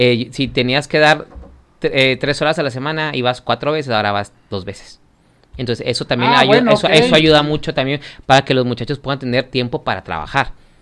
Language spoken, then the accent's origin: Spanish; Mexico; necesitamos conocernos como mexicanos